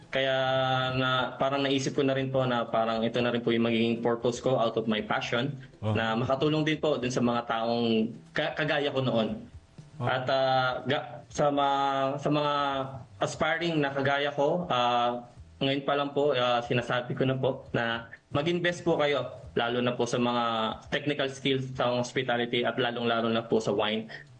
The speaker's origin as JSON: {"language": "Tagalog", "region": "Bulacan", "country": "Philippines", "said": "Dito po, sa Tigabulacan po ako."}